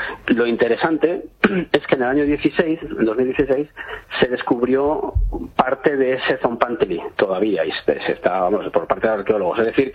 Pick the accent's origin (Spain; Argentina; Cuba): Spain; Cuenca, Castilla-La Mancha; En mi pueblo, en Cuenca estoy.